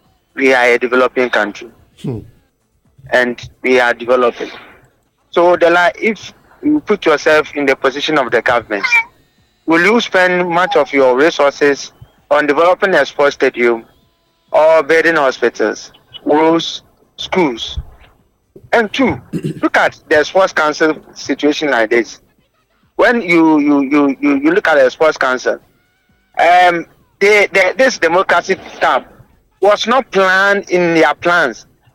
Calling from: Ghana; I'm calling from Ahojo.

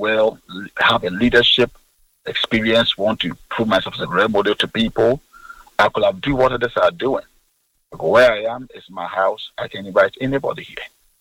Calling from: Accra, Greater Accra, Ghana; I'm calling from East Legon.

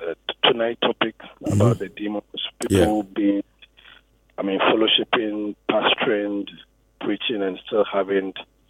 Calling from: Kumasi, Ashanti, Ghana; I'm calling from Kumasi.

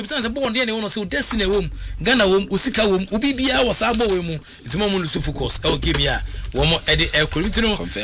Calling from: Okwampa, Ghana; Good evening and … from Okwampa.

